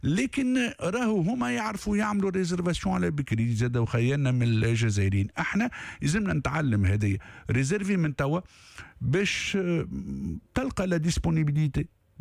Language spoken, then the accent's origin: Arabic; Tunisia; اللي عندنا في تونس.